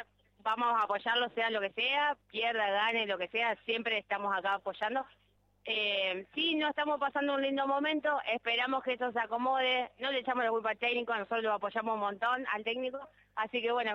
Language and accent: Spanish; Santa Fe, Argentina; soy de Guadalupe Este.